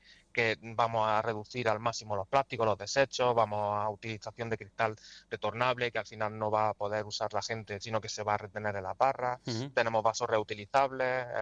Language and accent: Spanish; Orcera, Andalusia, Spain; also born or lived in Jaén; yo, mi madre es de aquí de Orcera, yo nací en Jaén, pero bueno, Juan Antonio es de aquí de Orcera también, uh-huh. Entonces yo me he criado aquí, yo estoy enamorado de este lugar, de la Sierra de Segura